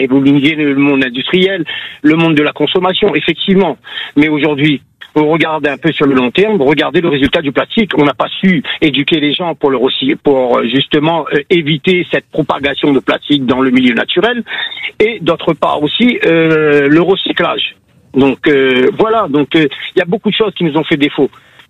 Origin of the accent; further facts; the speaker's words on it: Réunion, France; moved away as an adult; now in Canet-en-Roussillon, France; Moi, je viens de la Réunion, ça fait pas longtemps que je suis ici. Je suis sur Canet en Roussillon.